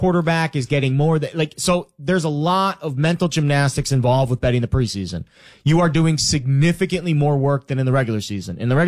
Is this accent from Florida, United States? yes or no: yes; Florida, United States; Like I grew up in South Florida and in the 90s.